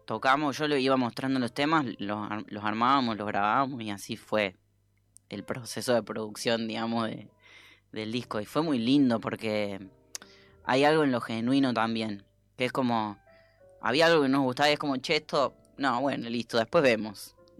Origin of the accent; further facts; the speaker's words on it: Laguna Larga, Córdoba, Argentina; moved away; Yo soy de un pueblo de Córdoba que se llama Laguna Larga.